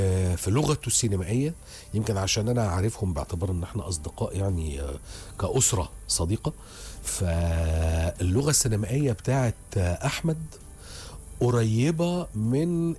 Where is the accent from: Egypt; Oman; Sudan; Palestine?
Egypt; هل ده نموذج هيبقى ناجح عندنا في مصر